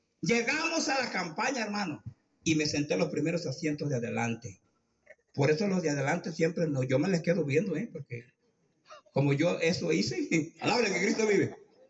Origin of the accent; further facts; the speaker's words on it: Michoacán, Mexico; yo como soy de Michoacán